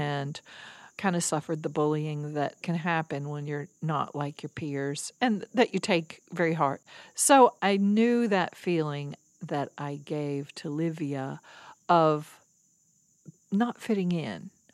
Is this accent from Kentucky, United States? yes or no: yes; Kentucky, United States; Lexington was an hour and a world away from where I grew up in Kentucky.